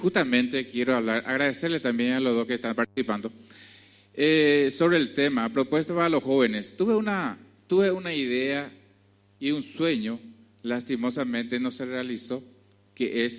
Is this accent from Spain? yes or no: no; Paraguay; somos paraguayos